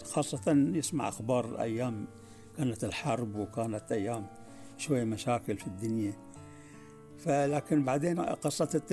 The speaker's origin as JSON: {"language": "Arabic", "country": "Bahrain", "said": "فكانوا يحبون لما يسمعوا صوت العرب والقاهرة وبعدين يعني دمشق يعني هذه الإذاعات اللي كانت يعني موجودة عندنا في البحرين."}